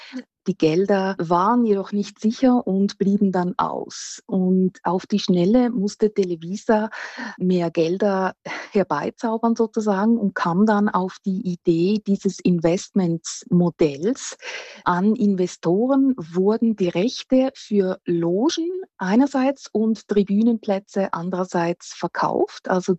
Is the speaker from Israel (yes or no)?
no; Switzerland; now in Mexico; Also wie bei uns in der Schweiz im Zivilrecht ist es auch hier in Mexiko so.